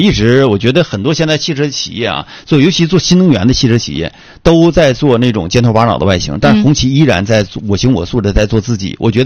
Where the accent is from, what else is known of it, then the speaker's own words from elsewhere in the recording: China; 我真的作为中国人看着金葵花这个车